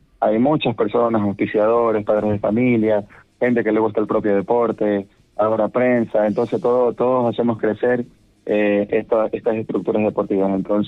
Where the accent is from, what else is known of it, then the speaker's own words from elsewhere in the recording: Portoviejo, Manabí, Ecuador; soy de aquí de Puerto Viejo, nacido, criado de aquí, familia totalmente de aquí y un portovejense de cepa.